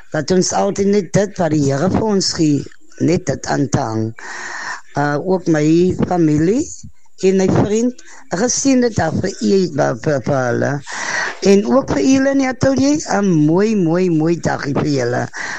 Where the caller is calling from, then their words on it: Heidelberg, Western Cape, South Africa; van Heidelberg.